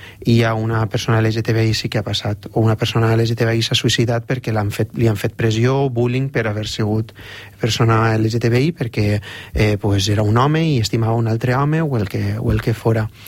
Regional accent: Potries, Valencian Community, Spain; del poble de Potries i la meva responsabilitat és no baixar la cara, perquè hi ha moltes persones al meu poble que no pensen com aquestes persones que estan comentant.

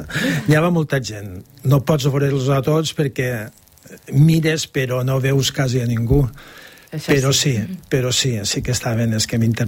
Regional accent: Oliva, Valencian Community, Spain; No, nosaltres som d'Oliva. Nosaltres naixem en Oliva. Jo tinc els amics d'escola de tota la vida, amics, segueixen amics, en Oliva.

